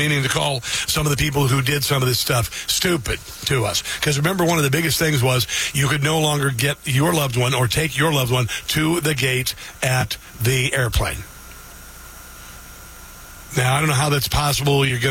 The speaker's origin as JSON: {"language": "English", "town": "Omaha", "region": "Nebraska", "country": "United States", "tie": "born or raised there", "said": "Epley Airfield in my hometown of Omaha, Nebraska. Saw many relatives off in that airport when I was growing up."}